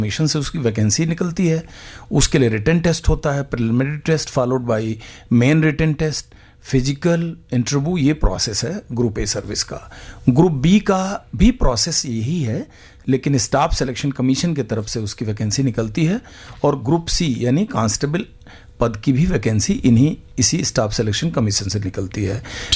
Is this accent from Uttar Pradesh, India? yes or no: yes; Gorakhpur district, Uttar Pradesh, India; मैं एक बड़े मुश्किल इलाके में पैदा हुआ था, चोरी चूरा तहसील, गोरखपुर डिस्ट्रिक्ट।